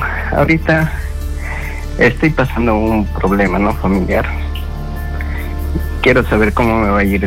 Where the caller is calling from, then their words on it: Satipo, Junín, Peru; De Satipo, Junín.